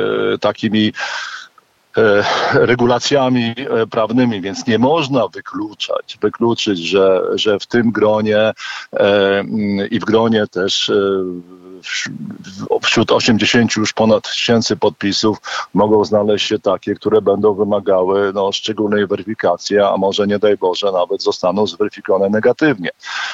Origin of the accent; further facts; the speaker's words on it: Warsaw, Masovian Voivodeship, Poland; jako obywatel Warszawy, jako warszawiak